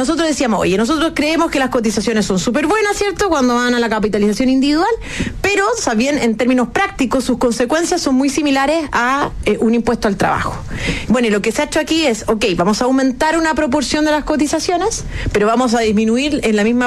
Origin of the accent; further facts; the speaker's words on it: Chile; nos convoca a todos como chilenos